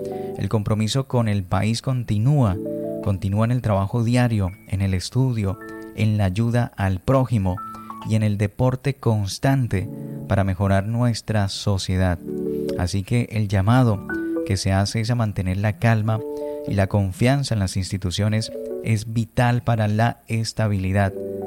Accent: Colombia; como colombianos, compartimos un mismo suelo, una misma tierra, unos mismos colores.

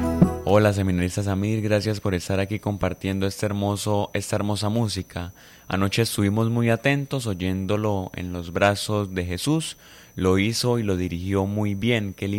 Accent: Colombia; nosotros como buen colombianos que somos y nos hacemos respetar, nos encanta el café. Tenemos ese sentido de pertenencia con esta bebida tan tradicional de nuestra tierra colombiana.

